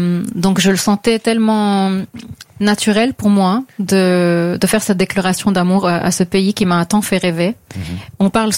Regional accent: Lebanon; Alors déjà en tant que Libano-française, en tant que Libanaise, la France a toujours été présente dans les moments difficiles par lesquels passe le Liban.

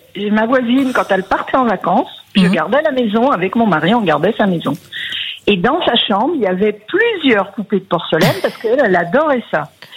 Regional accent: Brittany, France; puisque moi je suis de Bretagne

